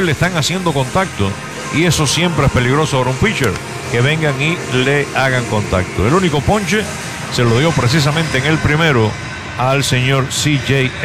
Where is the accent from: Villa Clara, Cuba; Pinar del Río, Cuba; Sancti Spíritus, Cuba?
Villa Clara, Cuba; Camajuaní; moved away; felicidades para todas las madres en mi terruño querido, Camajuaní.